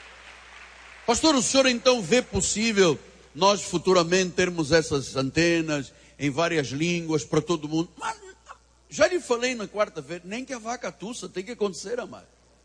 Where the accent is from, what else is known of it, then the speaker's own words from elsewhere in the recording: Portugal; accent: Portuguese; now in Brazil; ele reconheceu no meu sotaque, que eu tinha origem portuguesa